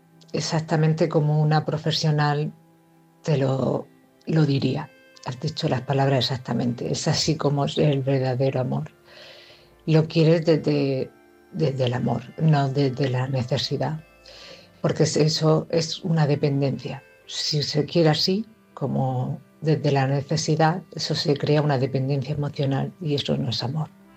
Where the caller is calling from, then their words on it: Cartagena, Region of Murcia, Spain; de Cartagena.